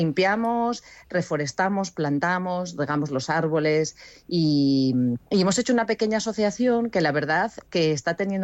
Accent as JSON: {"language": "Spanish", "town": "Riego", "region": "Castile and León", "country": "Spain", "said": "Soy del Riego, del Riego."}